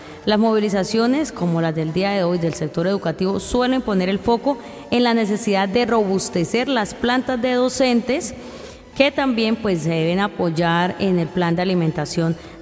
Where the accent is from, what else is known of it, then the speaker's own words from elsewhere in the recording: Colombia; viven en cada uno de nosotros como colombianos